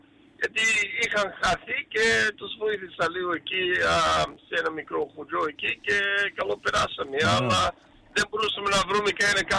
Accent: Melbourne, Victoria, Australia; γιατί εγώ μεγάλωσα στο Σάντζον, δεν έλεγα Σάντζον, έλεγα από Μέλβον

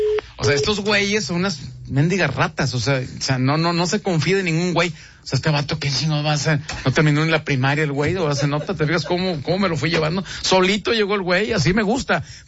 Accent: Murcia, Region of Murcia, Spain; soy español, es español el apellido, soy español, soy de Murcia, yo, de Murcia, España.

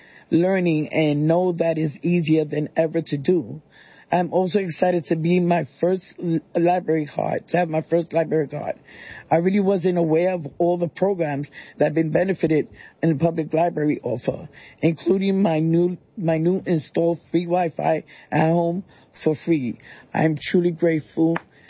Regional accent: New York City, New York, United States; I'm born and raised in New York City. I've been living in this building since 2013.

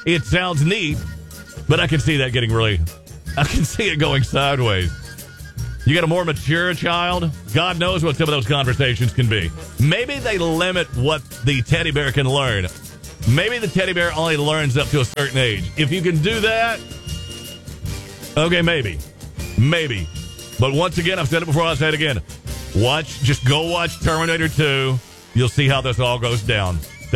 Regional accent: Kentucky, United States; I'm from Kentucky. I'm a total hillbilly.

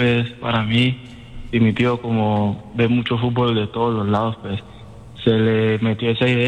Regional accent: Apartadó, Antioquia, Colombia; Yo soy de Apartado, Antioquia.

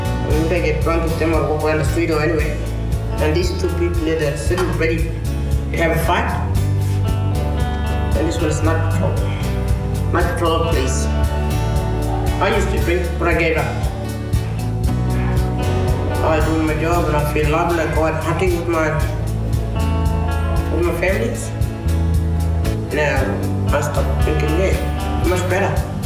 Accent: Australia; I come from Bankmaker Station.

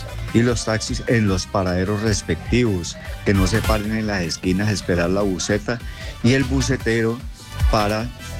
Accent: Santa Rosa de Cabal, Risaralda, Colombia; now in Ibagué, Colombia; Yo soy oriundo de la ciudad de Santa Rosa de Cabal.

